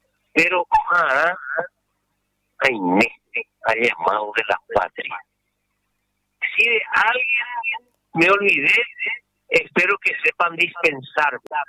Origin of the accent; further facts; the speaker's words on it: Paraguay; soy paraguayo